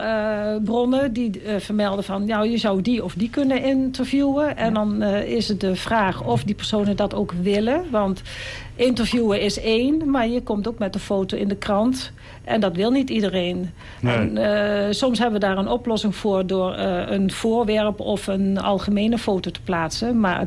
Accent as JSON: {"language": "Dutch", "town": "Cuijk", "region": "North Brabant", "country": "Netherlands", "said": "Ik kom uit Kuik."}